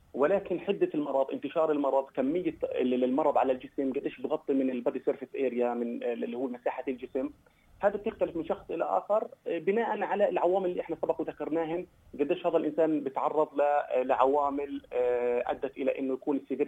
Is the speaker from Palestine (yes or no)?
yes; Palestine; طبعا احنا عندنا بفلسطين